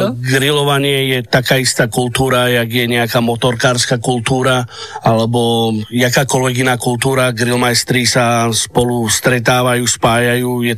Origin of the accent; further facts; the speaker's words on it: Trenčín, Trenčín Region, Slovakia; moved away as an adult; also born or lived in Dominican Republic / Argentina / Uruguay / Tenerife; ten Trenčín, odkiaľ som, bude taká centrála, kde bývam